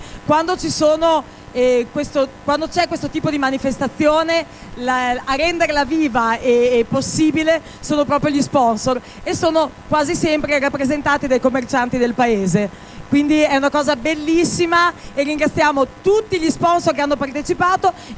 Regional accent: Castel San Pietro Terme, Emilia-Romagna, Italy; stasera siamo a Castel San Pietro Terme, io sono contentissima perché questo è il mio paese

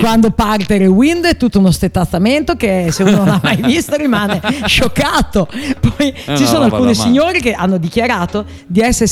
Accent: Bologna, Emilia-Romagna, Italy; Sono bolognese di Piazza Zagrita.

